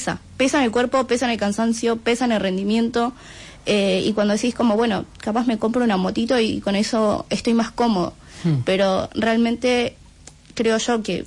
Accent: Bolivia; now in Buenos Aires, Argentina; Bueno, yo vivo en la Villa 31, siendo migrante, siendo boliviana.

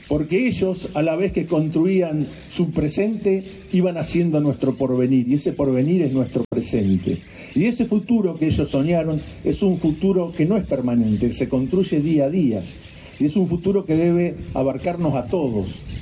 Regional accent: Argentina; tenemos la explicación de lo que somos la Argentina

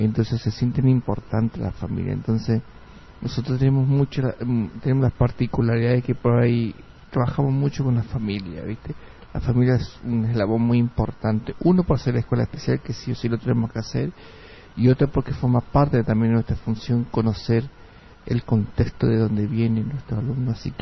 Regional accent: Las Breñas, Chaco, Argentina; now in San Martín, Argentina; porque yo soy de Las Breñas y vine hace 20, voy a cumplir 29 años que vine a San Martín.

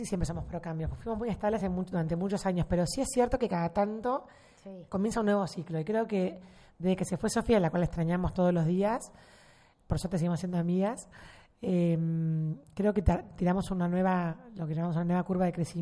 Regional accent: Argentina; los argentinos lo que nos diferencia es la estructura de clubes.

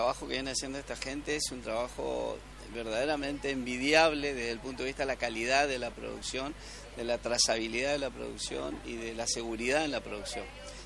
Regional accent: Chaco, Argentina; somos capaces los chaqueños de generar recursos para la provincia del Chaco

